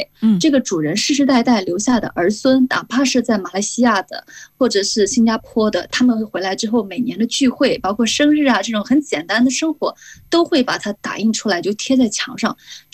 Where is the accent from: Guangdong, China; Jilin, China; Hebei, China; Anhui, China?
Anhui, China; now in Hainan, China; 我老家是安徽的，